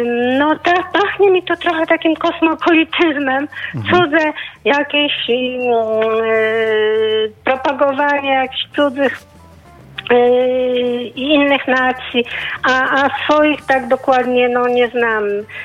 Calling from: Warsaw, Masovian Voivodeship, Poland; z Warszawy.

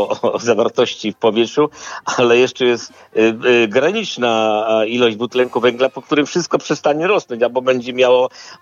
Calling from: Poznań, Greater Poland Voivodeship, Poland; jako poznaniak

